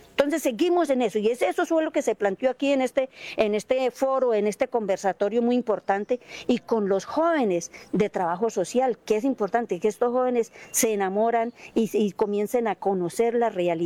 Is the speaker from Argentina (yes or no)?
no; Colombia; como colombiana, como ciudadana